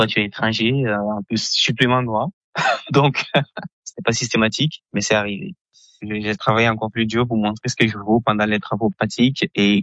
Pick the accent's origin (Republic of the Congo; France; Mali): Mali; moved away as an adult; now in Brussels, Belgium; Je viens du Mali. Je suis arrivé en Europe depuis octobre 2025.